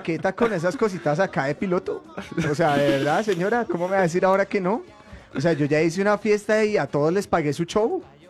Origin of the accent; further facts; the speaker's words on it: Ecuador; born there; Cuando nací en Ecuador. Qué perro. Yo hasta naciendo fui salado, ¿sabes?